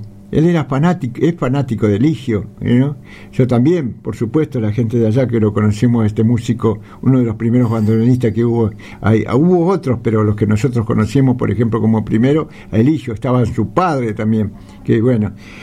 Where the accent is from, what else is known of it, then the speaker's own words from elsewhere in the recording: Buenos Aires, Argentina; born there; also born or lived in Santiago del Estero; cuando yo aquí en Buenos Aires estaba en el primario